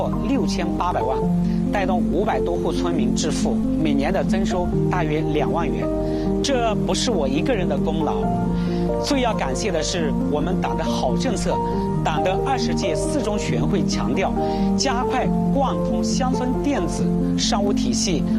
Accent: Hunan, China; 请您品尝我家乡的味道。

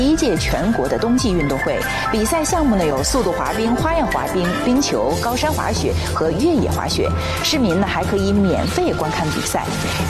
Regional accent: Chongli, Hebei, China; 我们的家乡崇礼

